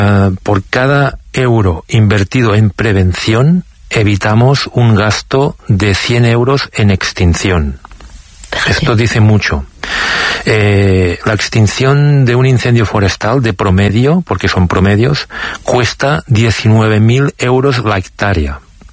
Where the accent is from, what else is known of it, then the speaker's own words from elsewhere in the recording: Catalonia, Spain; Sí, ayer mismo, al lado de mi pueblo, fui a apagar un incendio en el municipio de Subirats